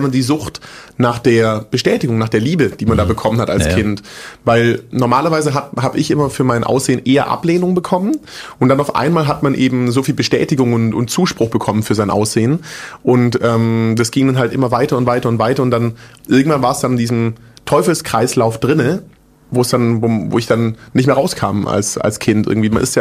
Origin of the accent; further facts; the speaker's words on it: Großbottwar, Baden-Württemberg, Germany; born there; also born or lived in Stuttgart / Frankfurt; ich bin in Stuttgart geboren, bei so einem Kaff aufgewachsen, das heißt Großbottwar. Mhm. Also will ich da wohnen, was wohnen da 10, 15.000 Leute vielleicht. Bin da mit meiner Family groß geworden, bis ich 10 war.